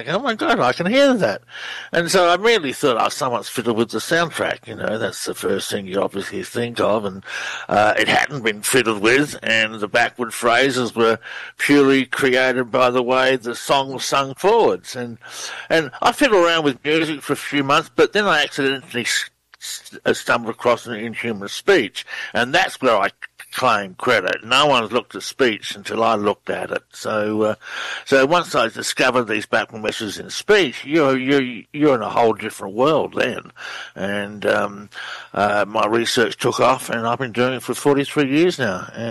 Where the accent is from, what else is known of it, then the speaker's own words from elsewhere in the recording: Australia; I'm from the Outback.